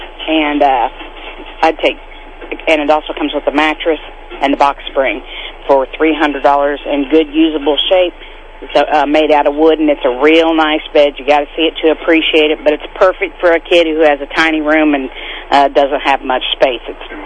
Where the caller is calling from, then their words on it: Marshall, Missouri, United States; Hi, I'm calling from Marshall.